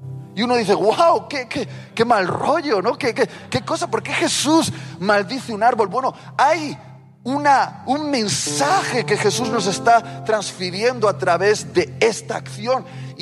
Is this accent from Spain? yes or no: yes; Spain; Y todos los que hemos crecido en el Mediterráneo, yo soy del Mediterráneo, de España, sabemos que la higuera es un árbol muy común.